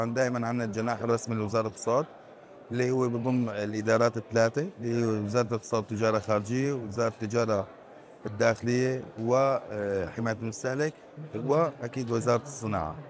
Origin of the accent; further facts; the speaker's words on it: Syria; نحن كبلد كسوريين في بلاد الشام